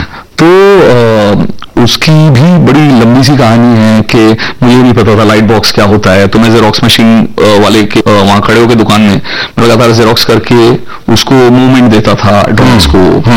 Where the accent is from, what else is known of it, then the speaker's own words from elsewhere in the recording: Mathabira, Odisha, India; also born or lived in Bhilai; तब तक हम उड़ीसा शिफ्ट हो चुके थे भिलाई से, और ये बहुत छोटा सा गांव था, इसका नाम माथाबिरा है। मतलब वहां आप … माथाबिरा लिख के चिट्ठी डालिए मेरे घर आ जाती थी